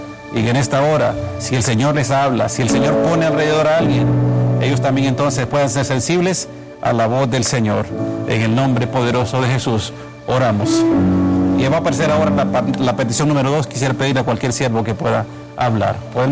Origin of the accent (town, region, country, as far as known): Honduras